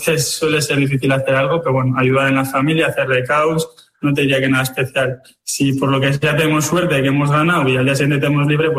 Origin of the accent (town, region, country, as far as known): Basque Country, Spain